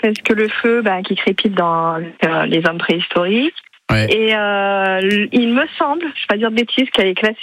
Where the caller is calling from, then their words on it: Saint-Priest-en-Jarez, Auvergne-Rhône-Alpes, France; je suis à Saint-Priest-en-Jarême, de base.